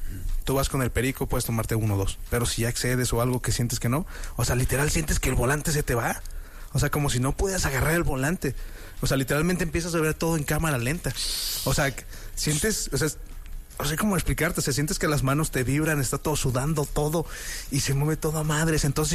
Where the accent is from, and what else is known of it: Villa de Reyes, San Luis Potosí, Mexico